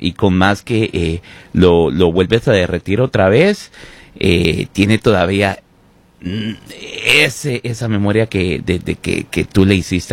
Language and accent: Spanish; Mexico; now in Washington, United States; ¿Soy mexicano o soy más de aquí?